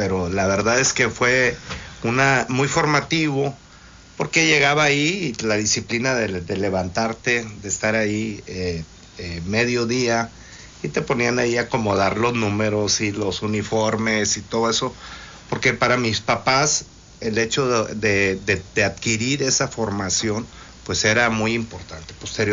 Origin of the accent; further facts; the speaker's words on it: Ciudad Victoria, Tamaulipas, Mexico; moved away as an adult; soy victorense, tengo dos hijos, Manuel de 24 años, Marcelo de 16 años